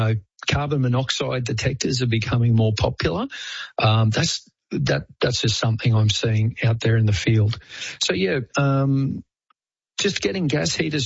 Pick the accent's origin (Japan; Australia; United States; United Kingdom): Australia; Melbourne, Victoria; now in Queensland, Australia; I grew up in Melbourne and had an electric blanket. Queensland, where I am now, doesn't get cold enough really